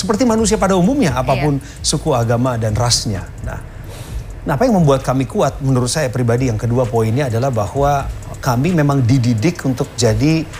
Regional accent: West Java, Indonesia; born there; Lahirlah saya, berarti saya 75% darahnya Batak. Lahir di tanah Pasundan

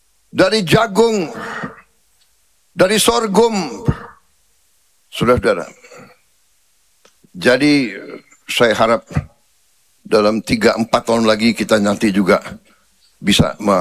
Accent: Jakarta, Indonesia; born there; Saya ini lahir di Betawi, tapi saya asal dari Banyumas. Campur sama Minahasa.

